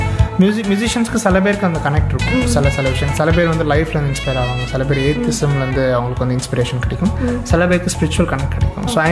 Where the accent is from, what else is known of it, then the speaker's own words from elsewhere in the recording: Tirunelveli, Tamil Nadu, India; moved away as an adult; now in Chennai, India; I'm from Tirunelveli. I just came here to Chennai after for my college.